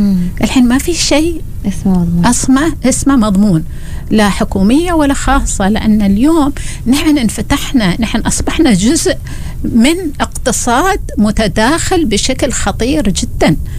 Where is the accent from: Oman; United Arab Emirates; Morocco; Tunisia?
Oman